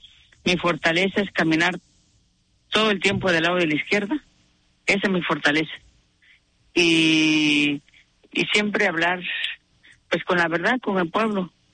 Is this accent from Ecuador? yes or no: no; Mexico; qué significa el mismo pues respeto, ¿no?, que se requiere de nuestra vida como mexicanos.